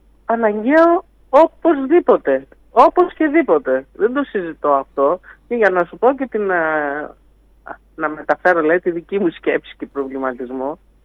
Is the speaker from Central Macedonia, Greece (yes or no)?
yes; Thessaloniki, Central Macedonia, Greece; σαν Θεσσαλονικιά